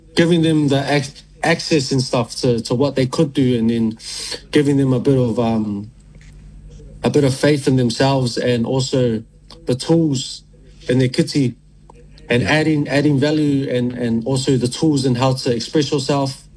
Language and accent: English; Auckland, New Zealand; born and raised in Greylin. In my Niuean household, with my nana, my pop, my uncle, my other uncle, my mom, my dad, my cousin, my other cousin